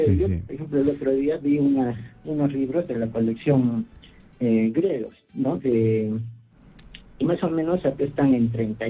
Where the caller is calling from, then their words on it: Peru; Aquí en el Perú